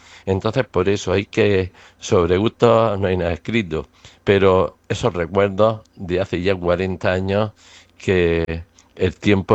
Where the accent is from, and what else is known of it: Pilar de la Horadada, Valencian Community, Spain